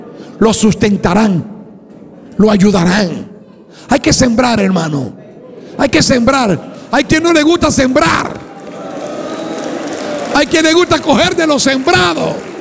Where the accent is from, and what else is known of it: Cuba; moved away